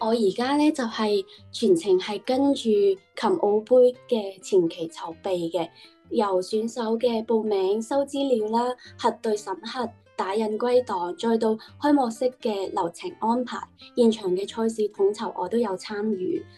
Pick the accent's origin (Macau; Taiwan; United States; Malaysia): Macau; 我来自澳门